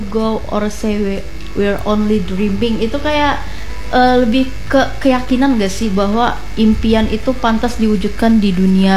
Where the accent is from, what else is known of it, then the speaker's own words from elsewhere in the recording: Tangerang, Banten, Indonesia; now in Palangkaraya, Indonesia; aku merantau ke sini. Aku bukan asli sini by the way. Aku dari Tangerang.